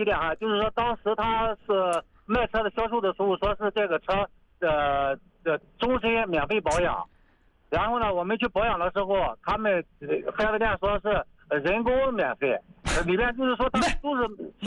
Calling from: Linyi, Shandong, China; 我们临沂这边那个广德

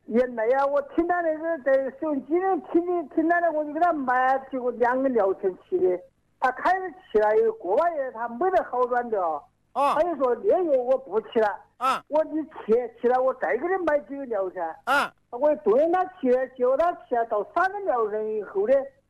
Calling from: Zhijiang, Hubei, China; 我们是浙江的七星台。

